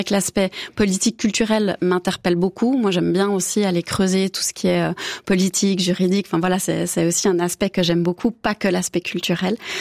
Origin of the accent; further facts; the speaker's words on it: Biel, Bern, Switzerland; Non. Donc je suis partie de Bienne, je suis arrivée à Lausanne, après je suis partie sur la Riviera, maintenant je vais un petit peu plus loin